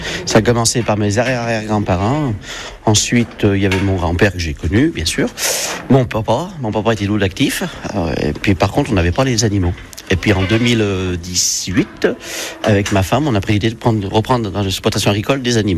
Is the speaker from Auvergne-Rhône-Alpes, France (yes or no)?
yes; Saint-Savin, Auvergne-Rhône-Alpes, France; j'espère vieillir dans ma terre natale. Ouais. C'est pour ça que j'ai jamais voulu quitter Saint-Savin. On a tout. On n'est pas loin de la montagne, on n'est pas loin de la mer. On est bien placé. Pas loin de la grande ville, Lyon et Grenoble, c'est pas loin.